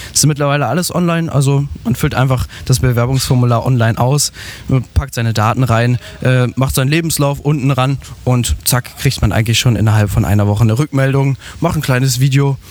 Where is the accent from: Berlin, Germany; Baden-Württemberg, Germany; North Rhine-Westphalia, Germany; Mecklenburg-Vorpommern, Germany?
Mecklenburg-Vorpommern, Germany; Rostock; born there; Ich komme aus Rostock.